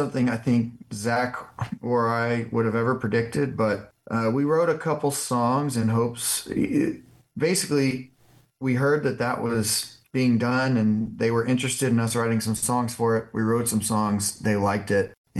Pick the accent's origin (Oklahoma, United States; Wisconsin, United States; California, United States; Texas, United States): Texas, United States; Magnolia; We've been best friends since we were 15 years old. We're from Magnolia, Texas.